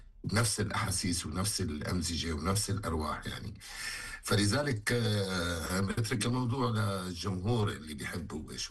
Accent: Syria; أنا أمي سورية وأبي عراقي، وأنا ولدت في سوريا وعشت بسوريا كل الفترة اللي كنت موجود فيها بالحياة يعني. وبالنسبة للعراق يعني أبي عراقي وأنا زائر العراق كذا مرة

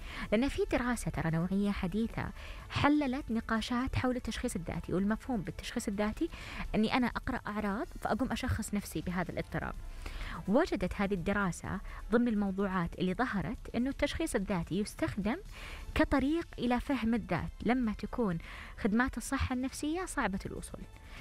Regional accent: Saudi Arabia; عندنا في السعودية

